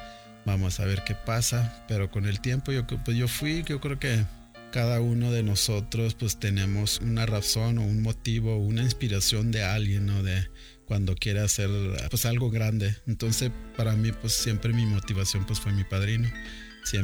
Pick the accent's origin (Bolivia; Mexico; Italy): Mexico; Retosachi, Chihuahua; Soy de Retosachi, en Batopilas, 12 horas más o menos desde la capital, aquí en Chihuahua. Estuve ahí en la comunidad con mis papás hasta los 12 años